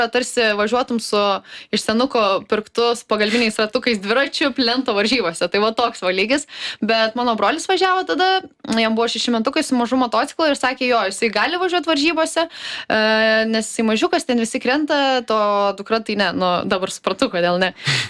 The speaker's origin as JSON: {"language": "Lithuanian", "town": "Ignalina", "region": "Utena County", "country": "Lithuania", "tie": "born or raised there", "said": "Tai prasidėjo nuo to, kad aš kilusi iš Ignalinos, gimė broliukas, jam suėjo ten 5-6 metai, jam nupirko mažą motocikliuką."}